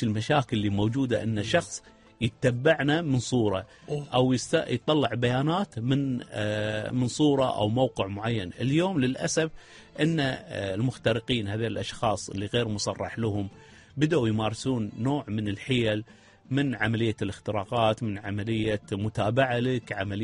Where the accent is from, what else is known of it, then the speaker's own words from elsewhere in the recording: Kuwait; موجودة عندنا بالكويت